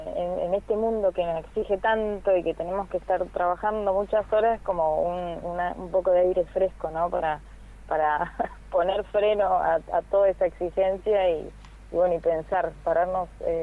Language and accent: Spanish; Puerto San Julián, Santa Cruz, Argentina; moved away as an adult; Yo soy de acá de San Julián, mi mamá es santafesina, mi papá es sanjulianense, así que tengo ahí como una mezcla linda.